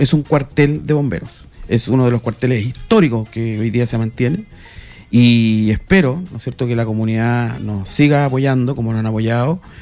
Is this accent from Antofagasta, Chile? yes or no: no; Iquique, Tarapacá, Chile; Somos iquiqueños, tenemos un amor profundo por nuestra tierra, por nuestra cultura y por nuestro país, por nuestra patria.